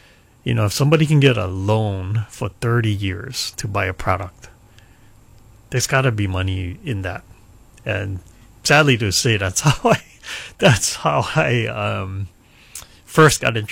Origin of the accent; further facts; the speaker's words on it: Hilo, Hawaii, United States; You know, growing up in Hilo, my parents ran a family business.